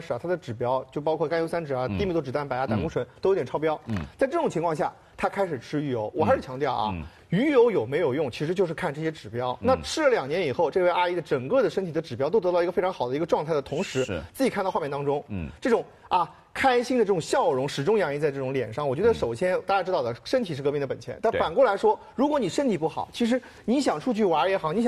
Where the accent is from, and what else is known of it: Shanghai, China